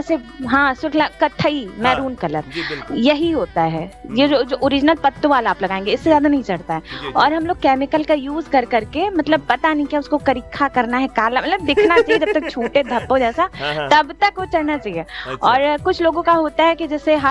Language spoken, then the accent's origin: Hindi; Uttar Pradesh, India; चूंकि मैं उत्तर प्रदेश से बिलोंग करती हूँ तो हमारे यहाँ का ये लोक पारंपरिक त्यौहार है।